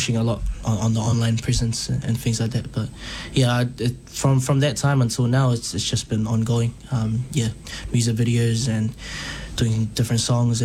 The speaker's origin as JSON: {"language": "English", "region": "Wellington", "country": "New Zealand", "tie": "born or raised there", "said": "my old man's from Kolofo'o, Tongatapu, and my mother's from Besio in Kiribus, and I was born and raised right here in Te Whanganui Atara, Wellington."}